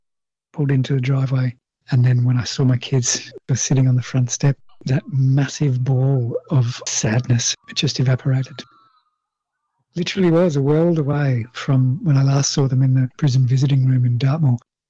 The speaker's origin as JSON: {"language": "English", "town": "Wagin", "region": "Western Australia", "country": "Australia", "said": "I'm a Wadjalah from Wagin in Western Australia, and I've done a bit of bird in the UK."}